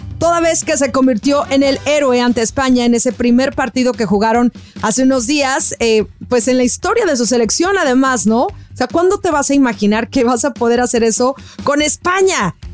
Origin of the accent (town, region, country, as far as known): Mexico